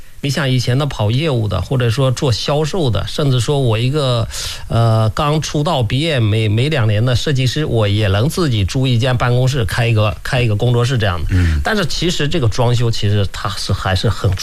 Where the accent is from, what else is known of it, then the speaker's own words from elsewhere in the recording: Lianyungang, Jiangsu, China; 因为土生土长的。新浦人